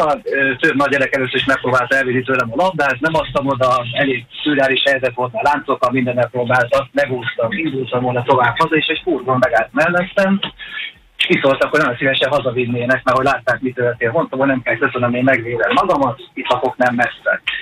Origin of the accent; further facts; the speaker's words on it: Budapest, Hungary; én Rákosztalotán nőttem fel